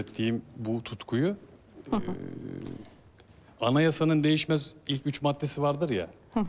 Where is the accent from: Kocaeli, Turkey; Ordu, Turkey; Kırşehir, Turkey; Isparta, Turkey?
Kocaeli, Turkey; born there; Trabzonluyum ben ama doğumum ve Kocaeli'liyim. Kocaeli'de doğdum fakat ben Trabzon kültürünü yaşamaya çalışan bir ailenin evladı olarak düşünebilirsiniz.